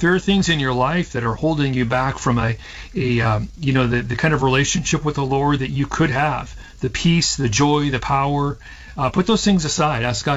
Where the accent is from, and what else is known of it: Seattle, Washington, United States; born or raised there